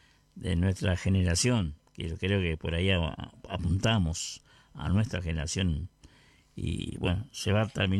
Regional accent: Vergara, Treinta y Tres, Uruguay; Un saludo para toda la gente de mi pueblo, para la gente de Vergara

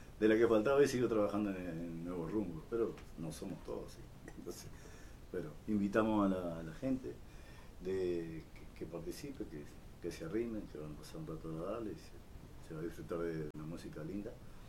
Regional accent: Melo, Cerro Largo, Uruguay; also born or lived in Maldonado; now in Vergara, Uruguay; yo viví en Maldonado, soy de Melo

